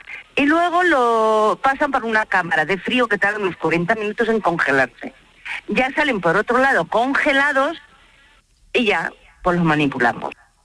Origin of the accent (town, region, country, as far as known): Torrent, Valencian Community, Spain